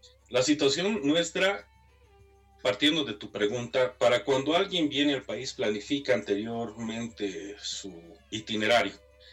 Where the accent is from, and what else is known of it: Bolivia